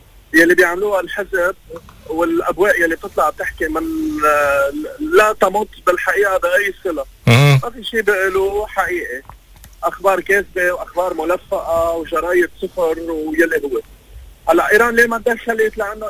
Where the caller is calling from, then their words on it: Lebanon; بالنسبة لنا كلبنانيين